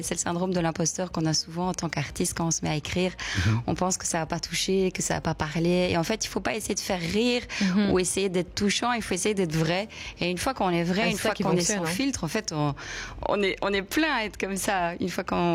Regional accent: Wallonia, Belgium; Moi, je viens du Hainaut, donc beaucoup d'accents, beaucoup d'archétypes.

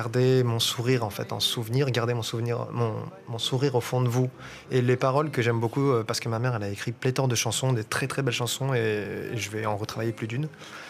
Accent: Ukraine; born there; first language Russian; French is a second language; moved away; Donc moi, je suis né en Ukraine, mais j'ai grandi dans une famille russophone, évidemment. J'aurais aimé pouvoir parler ukrainien. Je parle russe, voilà, par la force des choses.

